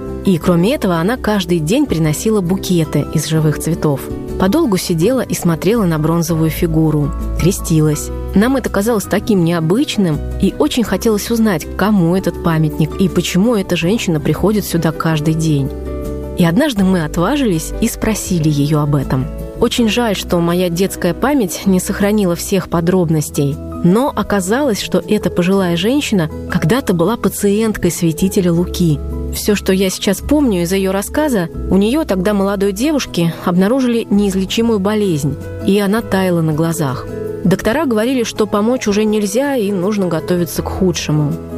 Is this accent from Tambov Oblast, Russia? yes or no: yes; Tambov, Tambov Oblast, Russia; Я родилась и выросла в Тамбове. Это небольшой город в центральном Черноземье. Жили мы неподалеку от городской больницы